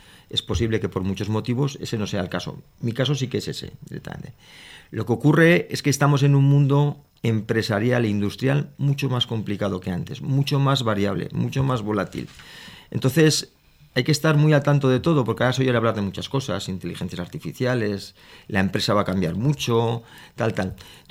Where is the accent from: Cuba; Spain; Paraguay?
Spain; Huesca, Aragon; nosotros somos de Huesca